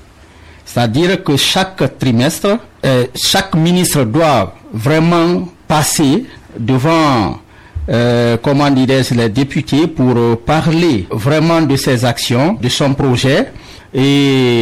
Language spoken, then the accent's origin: French; Guinea; j'appartiens à la Guinée